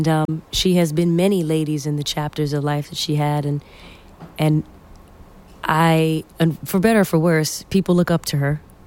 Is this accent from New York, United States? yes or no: yes; New York, United States; yeah, and I'm from New York as well. Born and raised all over this beautiful state.